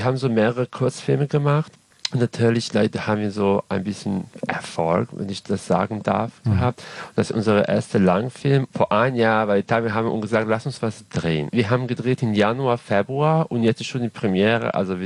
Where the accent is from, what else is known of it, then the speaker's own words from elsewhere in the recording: Serbia; German is a second language; Und auf der anderen Seite, ich komme ursprünglich aus Serbien, das heißt selber Kroatisch